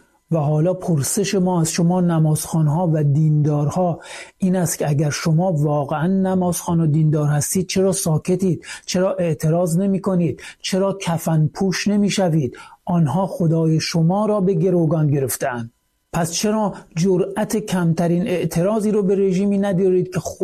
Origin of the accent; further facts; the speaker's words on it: Iran; من نه به عنوان یک ایرانی زنده مذهب، بلکه به عنوان یک ایرانی سکولار